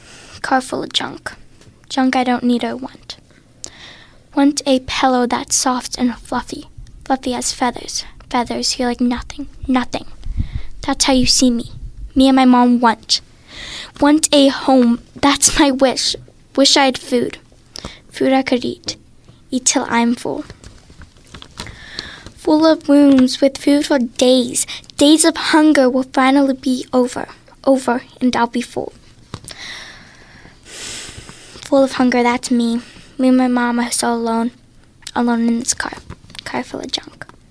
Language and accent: English; Pittsburgh, Pennsylvania, United States; I'm from the north side.